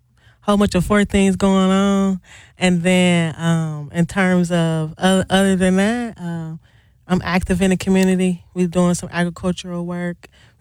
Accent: Milwaukee, Wisconsin, United States; owner and operator of Fur Walkie. I'm born and raised in Milwaukee.

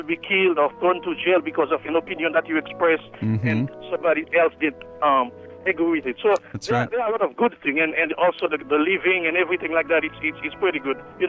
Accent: Haiti; now in United States; I'm from Haiti.

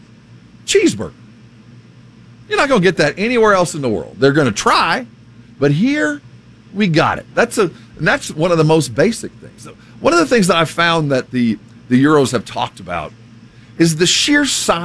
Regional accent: United States

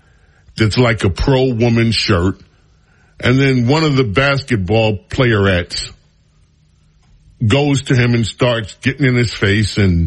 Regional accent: New York City, New York, United States; born or raised there

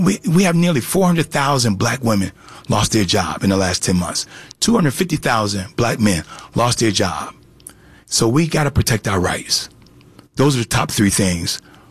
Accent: Syracuse, New York, United States; born there; now in Atlanta, United States; Syracuse, New York.

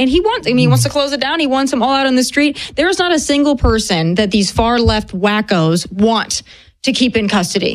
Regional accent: Tennessee, United States; I would say my home state of Tennessee right now, Nashville.

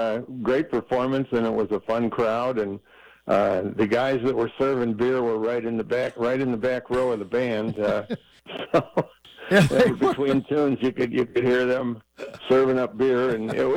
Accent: Elwood, Illinois, United States; I grew up in Elwood.

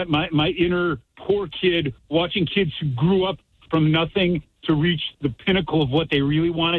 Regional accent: United States; And those are just indelibly stamped on my soul as an American to watch something like that.

